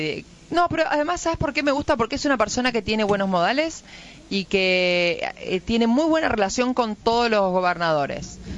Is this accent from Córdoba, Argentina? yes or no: no; Santa Fe, Argentina; yo soy de Santa Fe